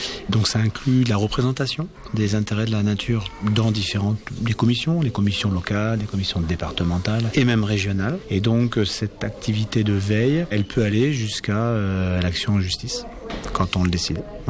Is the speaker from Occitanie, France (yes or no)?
no; Brittany, France; moved away as an adult; Moi, je suis arrivé de Bretagne en 97, le 2 janvier 97, on s'est installé ici.